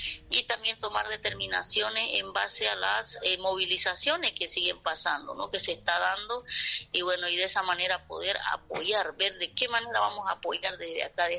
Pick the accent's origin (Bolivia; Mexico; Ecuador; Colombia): Bolivia; Nosotros como bolivianos estamos en el pleno derecho de poder hacer nuestras protestas